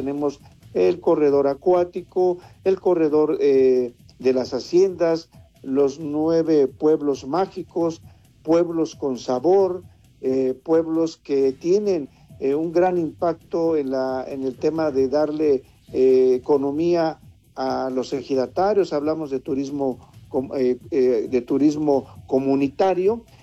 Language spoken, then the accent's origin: Spanish; Hidalgo, Mexico; como mexicanos y como hidalguenses.